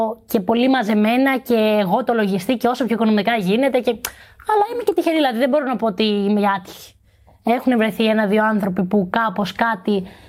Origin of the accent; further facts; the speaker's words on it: Crete, Greece; είμαι από την Κρήτη.